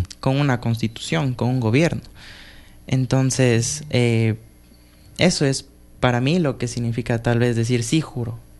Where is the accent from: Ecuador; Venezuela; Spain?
Ecuador; sentirme orgulloso también por lo que soy, por ser ecuatoriano